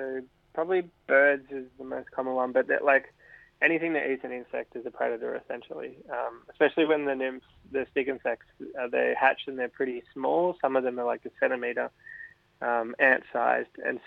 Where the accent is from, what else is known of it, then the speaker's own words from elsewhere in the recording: Sydney, New South Wales, Australia; I grew up in Sydney, so I'm kind of used to the more, I guess, subtropical, tropical kind of regions.